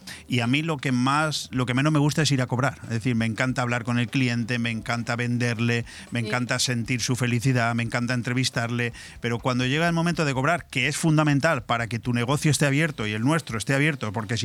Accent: Spain; yo soy español, me defiendo bien en España

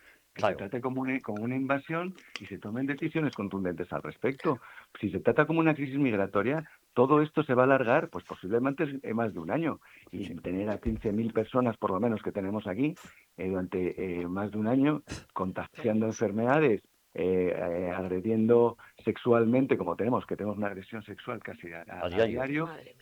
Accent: Madrid, Community of Madrid, Spain; now in Ceuta, Spain; Yo soy de Madrid y hace 26 años vine aquí por primera vez y me enamoré del destino.

